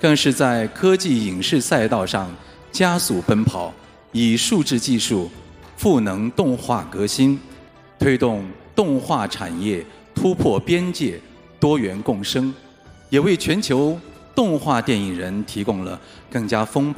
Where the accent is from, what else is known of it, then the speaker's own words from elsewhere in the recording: Chongqing, China; 我的家乡重庆不仅拥有江峡相拥的独特风光